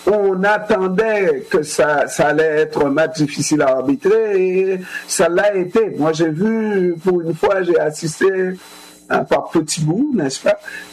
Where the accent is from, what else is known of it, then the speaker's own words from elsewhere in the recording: Haiti; lorsque je suis haïtien